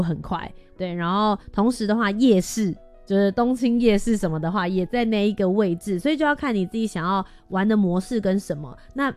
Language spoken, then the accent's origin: Chinese; Kaohsiung, Taiwan; 我老家也是在高雄